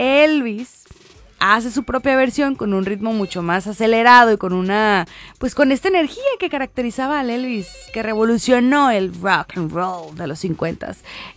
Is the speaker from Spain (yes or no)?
no; Mexico; ¿cómo le diríamos aquí en México? Como un lángaro, le dicen en mi pueblo